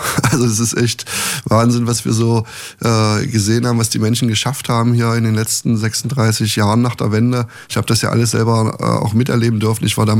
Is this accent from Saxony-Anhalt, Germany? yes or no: yes; Saxony-Anhalt, Germany; Im Harz habe ich gearbeitet. Das ist so meine Heimat.